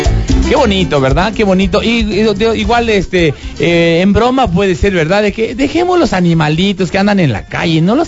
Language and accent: Spanish; Mexico; Y somos mexicanos